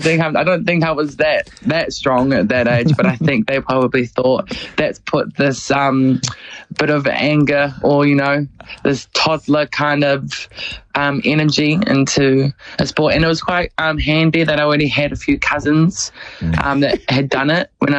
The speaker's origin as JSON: {"language": "English", "region": "Gisborne", "country": "New Zealand", "tie": "born or raised there", "moved": "yes", "said": "Yeah, I'm so proud to come from Tarawhiti and my growing up in Gizzy, it was a simple life. Went to Whangapapa, Gizin and Girls High, did pretty much all the sports the schools had to offer. I was such a sporty kid"}